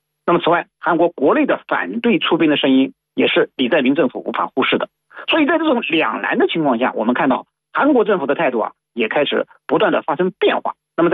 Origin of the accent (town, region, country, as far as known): China